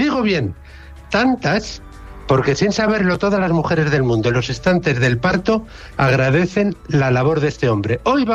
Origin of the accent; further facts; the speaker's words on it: Spain; somos españoles